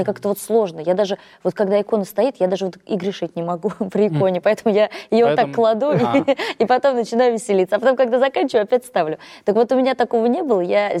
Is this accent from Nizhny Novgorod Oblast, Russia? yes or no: yes; Nizhny Novgorod, Nizhny Novgorod Oblast, Russia; born there; А я вообще родилась в Нижнем Новгороде, то есть это Нижегородка